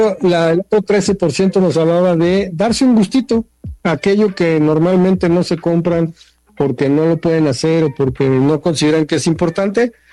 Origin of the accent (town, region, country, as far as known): Mexico